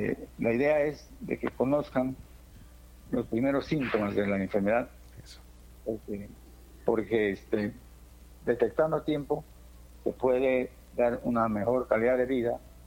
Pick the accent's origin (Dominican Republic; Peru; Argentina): Peru; San Martín; yo soy de San Martín, también acá soy de Tabolosos